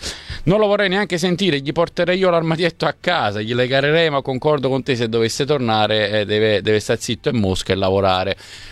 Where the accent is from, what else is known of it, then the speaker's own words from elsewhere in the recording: Campania, Italy; accent: Neapolitan; io cerco di mascherarlo il mio accento, ma no perché mi vergogno, io sono fiero e orgoglioso. Pensate che io sto qua dal 2009, ma sono io che ho insegnato il napoletano a Santarelli